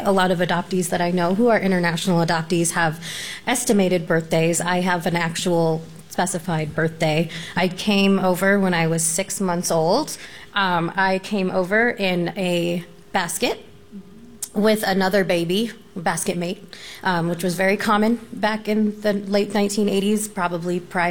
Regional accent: Denver, Colorado, United States; I grew up in Denver, and I went to schools where I was the only person of color

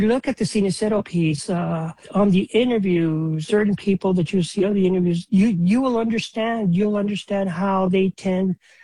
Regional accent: Antonito, Colorado, United States; I grew up in Antonito, you know? My dad had a nightclub. We did a lot of weddings and parties and all that. So we got to know the community.

